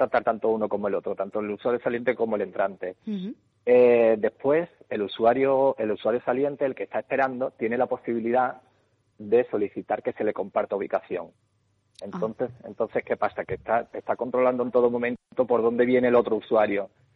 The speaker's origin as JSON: {"language": "Spanish", "town": "Chipiona", "region": "Andalusia", "country": "Spain", "said": "Aunque tengo que decir que yo soy de Cádiz, soy de Chipiona, pero bueno, ya soy..."}